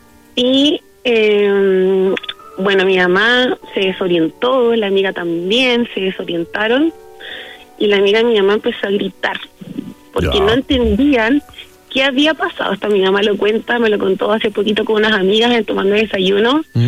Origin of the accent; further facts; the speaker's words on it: Chiloé, Los Lagos, Chile; nosotros somos todos de Chiloé, somos una familia chilota, principalmente mi mamá criada y nacida en Chiloé.